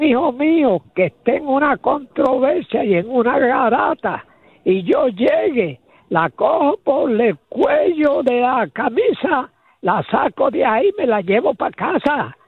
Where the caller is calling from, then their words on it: Bayamón, Puerto Rico; de Bayamón.